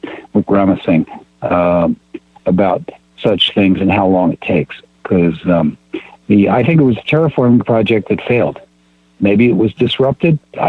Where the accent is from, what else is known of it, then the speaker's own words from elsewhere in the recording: Wales, United Kingdom; I'm Welsh, I can say that.